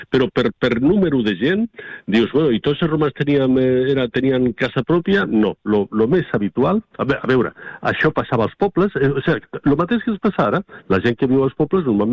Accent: Tarragona, Catalonia, Spain; jo recordo de nen a Tarragona, jo vivia en una casa de lloguer amb els meus pares

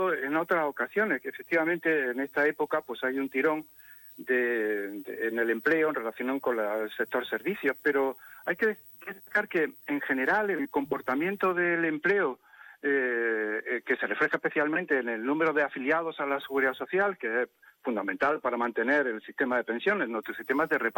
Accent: Motril, Andalusia, Spain; Yo soy de Motril y vivo y veraneo aquí en la zona de la costa

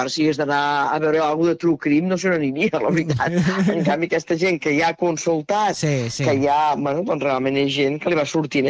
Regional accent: Terrassa, Catalonia, Spain; Jo sóc de Terrassa i, bueno, a vegades quan passes, ostres, aquí va ser on no?

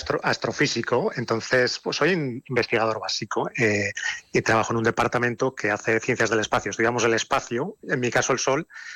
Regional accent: Pamplona, Navarre, Spain

